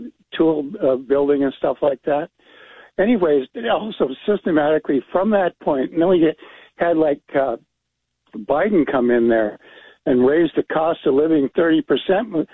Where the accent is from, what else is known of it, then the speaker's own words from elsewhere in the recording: United States; Now, I'm a Social Security retiree, and I'm not a deadbeat. But the thing is, I feel the way, and I'm an American worker